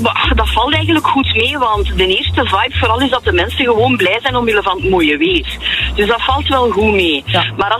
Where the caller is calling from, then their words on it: Dendermonde, Flanders, Belgium; uit Dendermonde.